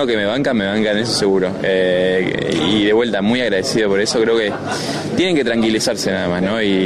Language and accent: Spanish; Argentina; nosotros como argentinos